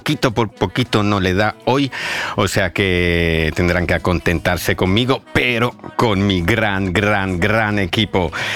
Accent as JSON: {"language": "Spanish", "country": "Spain", "said": "como español no las conocía."}